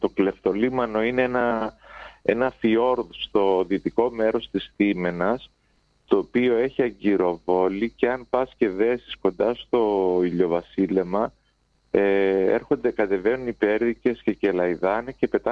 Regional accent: Veria, Central Macedonia, Greece; moved away as an adult; now in Athens, Greece; Από το 90 που κατέβηκα στην Αθήνα, η καταγωγή μου είναι από τη Μακεδονία, από τη Βέρεια. Το 1990 κατέβηκα στην Αθήνα και ξεκίνησα να ψάχνω δουλειά ως φωτογράφος, γιατί ήμουν ήδη φωτογράφος στη Βέρεια.

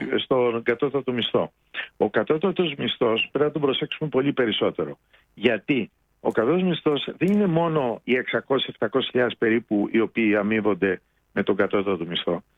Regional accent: Greece; αρχίζουμε και σκεφτόμαστε ως Έλληνες

